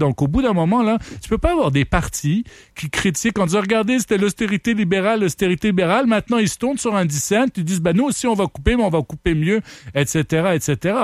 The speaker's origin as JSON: {"language": "French", "town": "Ottawa", "region": "Ontario", "country": "Canada", "said": "Oui, je pense que oui, parce qu'écoute, moi je viens d'Ottawa"}